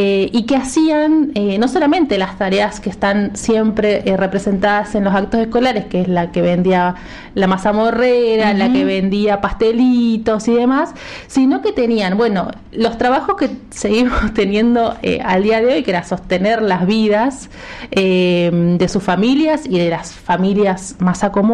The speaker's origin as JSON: {"language": "Spanish", "country": "Argentina", "said": "se ha instalado esta cosa de que Argentina venimos de los barcos, o sea, somos descendientes de la España blanca, y que en realidad la composición de nuestro país es sumamente diversa"}